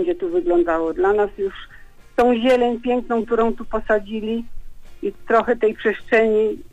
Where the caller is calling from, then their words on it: Lubin, Lower Silesian Voivodeship, Poland; dzwonię z Lubina.